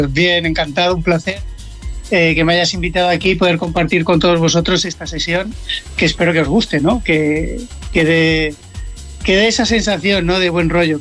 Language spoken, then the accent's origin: Spanish; Mallorca, Balearic Islands, Spain; Sí, yo, bueno, vengo de Mallorca